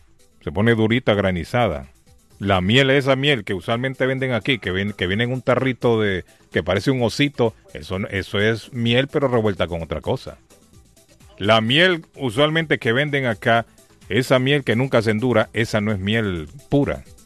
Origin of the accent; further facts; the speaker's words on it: La Ceiba, Atlántida, Honduras; moved away; yo soy de la Ceiba.